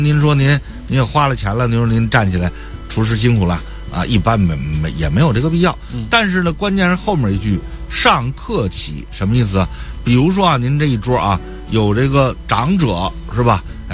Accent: Beijing, China; 就咱们北京人说的

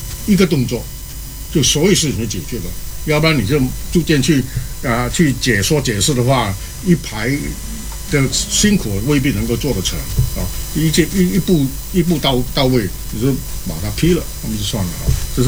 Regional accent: Malaysia; 我是讲讲我的背景，我是马来西亚长大的。马来西亚啊，我毕业的那个中学呢，叫做尊孔中学

